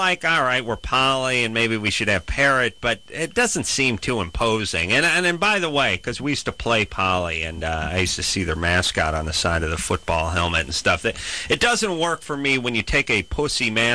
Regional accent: Los Angeles, California, United States; born or raised there

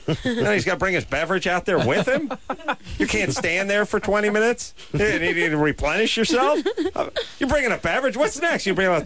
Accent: North Hollywood, California, United States; No, I'm from North Hollywood.

